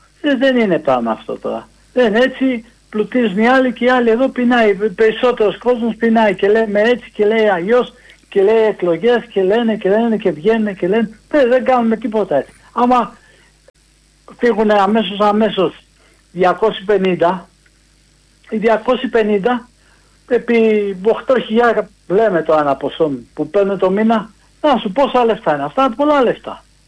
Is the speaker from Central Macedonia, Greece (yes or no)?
no; Chaidari, Attica, Greece; από το Χαϊδάρι.